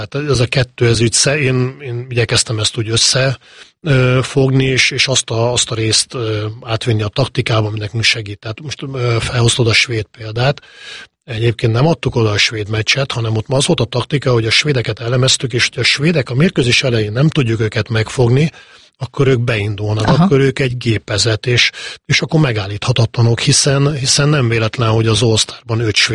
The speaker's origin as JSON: {"language": "Hungarian", "country": "Hungary", "said": "azért magyarok vagyunk"}